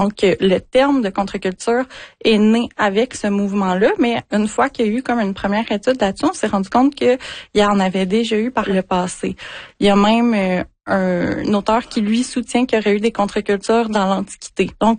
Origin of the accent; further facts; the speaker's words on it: Quebec, Canada; dont on est dépouillé en tant que Québécois